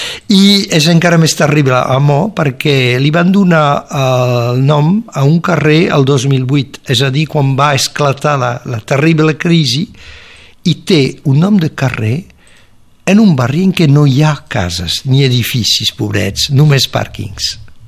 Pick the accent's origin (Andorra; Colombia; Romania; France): France; Palau-del-Vidre, Occitania; Jo he triat primer el meu poble, el poble de Palau del Vidre, que es troba entre l'Albera, el mar i el Canigó